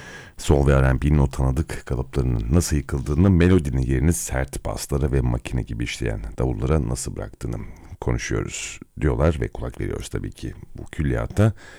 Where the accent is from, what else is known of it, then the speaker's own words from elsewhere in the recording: Istanbul, Turkey; Ki ben ilk defa duydum bir Samatyalı olarak.